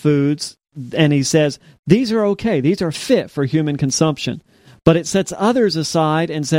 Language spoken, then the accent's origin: English; Louisiana, United States; it's very similar, in fact, to what I grew up in French South Louisiana.